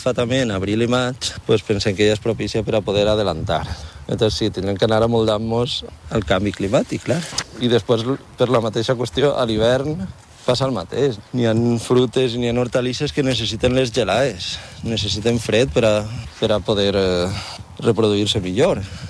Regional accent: Oliva, Valencian Community, Spain; Nosaltres ara som d'Oliva i tenim les terres així.

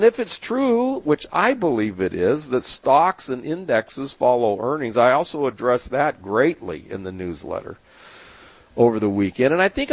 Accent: San Diego, California, United States; my years growing up in San Diego

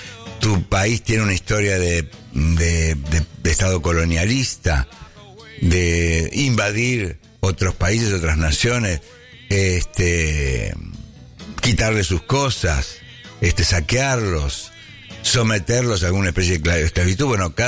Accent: Argentina

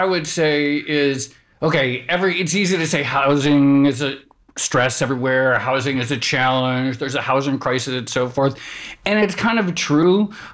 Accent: Detroit, Michigan, United States; born there; You know, I was born in Detroit. I have a lot of family there.

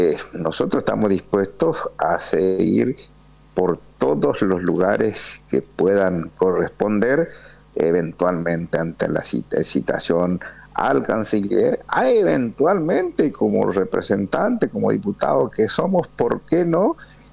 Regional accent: Argentina; pero también sabemos que como argentinos tenemos que levantar nuestra voz

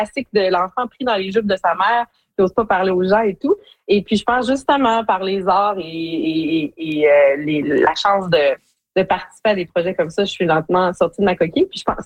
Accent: Hearst, Ontario, Canada; Et je viens de Hearst, dans le nord de l'Ontario, mais j'ai de la famille qui est à Geraldton, qui est à Long-Lac, qui est dans ces différentes régions-là.

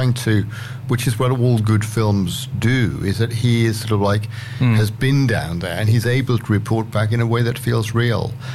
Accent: United Kingdom; now in Australia; me being British and you being Australian, we doing the show in Australia

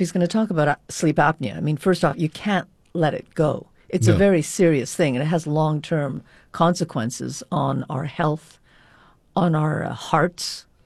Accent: Canada; we'd go, hi, we're from Canada and we'd like a Danish.

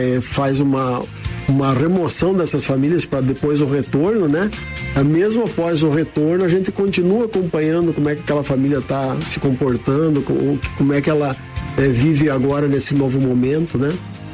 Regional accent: Rio Grande do Sul, Brazil; born there; also born or lived in Paraná / Curitiba

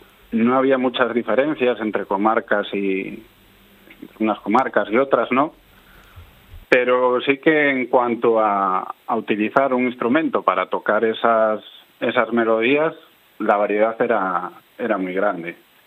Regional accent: Cantabria, Spain

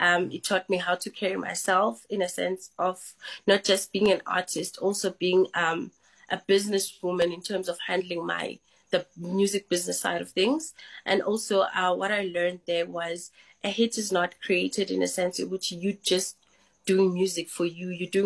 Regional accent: KwaZulu-Natal, South Africa; because I was mostly used to performing for people in my hometown, KZN.

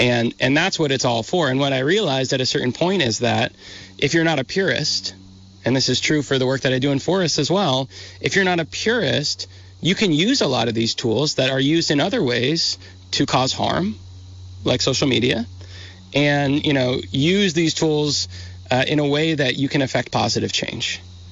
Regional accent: Vermont, United States; and I'm from Vermont and I like have certain attributes that make it easier for them to do that.

